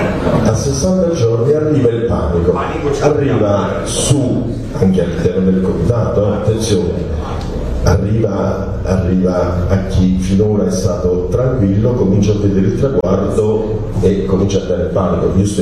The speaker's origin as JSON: {"language": "Italian", "town": "Belluno", "region": "Veneto", "country": "Italy", "said": "io sono di Belluno"}